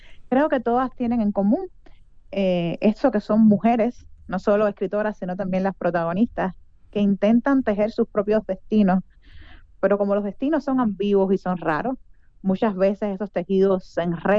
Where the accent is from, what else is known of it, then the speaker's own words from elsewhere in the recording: Cuba; para quienes somos cubanos, para que vivimos allá ya más de 2 años